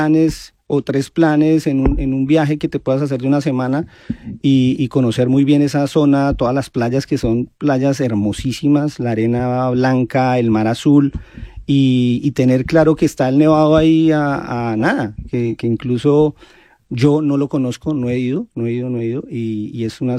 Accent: Bogotá, Colombia; born there; moved away; also born or lived in Medellín; yo soy de Bogotá, nací en Bogotá, pero tuve la oportunidad de vivir 8 años en Medellín

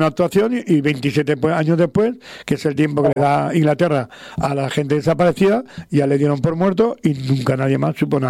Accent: Valencian Community, Spain; soy valenciano

